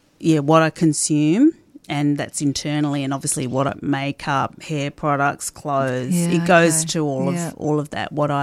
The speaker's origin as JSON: {"language": "English", "town": "Geelong", "region": "Victoria", "country": "Australia", "tie": "born or raised there", "said": "when I was growing up in Geelong"}